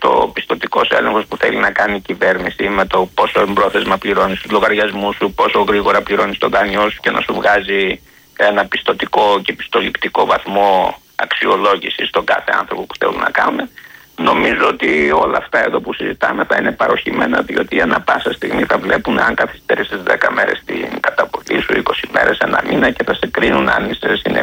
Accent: Greece; σαν Έλληνας πολίτης

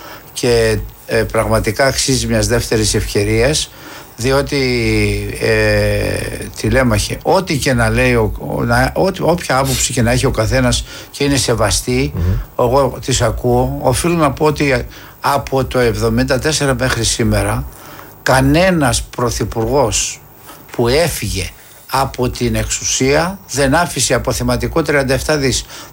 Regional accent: Greece; όταν μια παρέα μικρών παιδιών βρεθήκαμε στο ποτάμι στον Αχελό, είναι δίπλα στο χωριό μου

